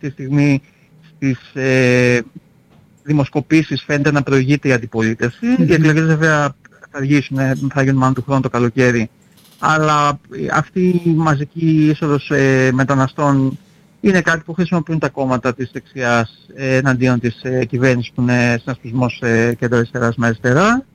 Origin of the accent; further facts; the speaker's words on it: Greece; εγώ σαν Έλληνας που έχω συνηθίσει σε ένα, εντάξει, ας το πούμε, αρκετά τοξικό πολιτικό κλίμα στην Ελλάδα